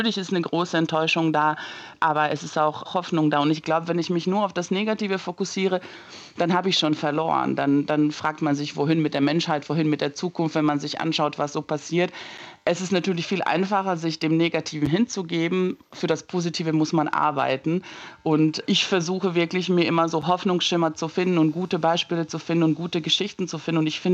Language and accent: German; Banja Luka, Republika Srpska, Bosnia & Herzegovina; moved away; ich komme aus Banja Luka, aus einer Stadt, wo es jetzt keine Kämpfe auf der offenen Straße gegeben hat